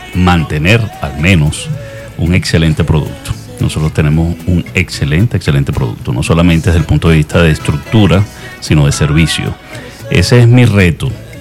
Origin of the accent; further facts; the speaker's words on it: Caracas, Capital District, Venezuela; moved away as an adult; now in San Cristóbal, Venezuela; soy de Caracas.